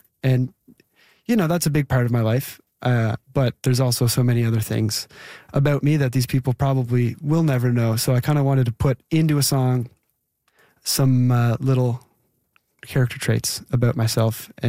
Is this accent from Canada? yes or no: yes; Prince Edward Island, Canada; a beautiful thing about PEI, sometimes it can be a curse, but most of the time it's a blessing, is that everywhere you go, you know people.